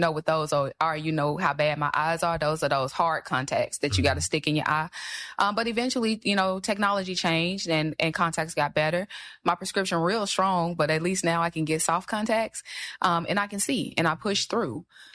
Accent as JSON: {"language": "English", "region": "Alabama", "country": "United States", "tie": "born there", "said": "I was born in Alabama."}